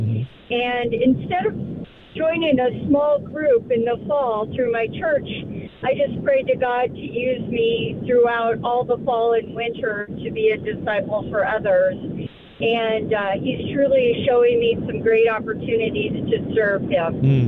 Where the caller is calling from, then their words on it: St. Libory, Nebraska, United States; Calling from St. Laborie, Grand Island.